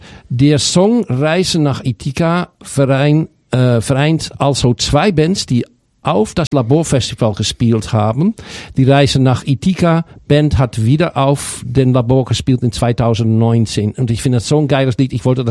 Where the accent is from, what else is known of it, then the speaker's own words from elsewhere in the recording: Amsterdam, North Holland, Netherlands; German is a second language; Ich bin aus Amsterdam und wie bin ich eigentlich?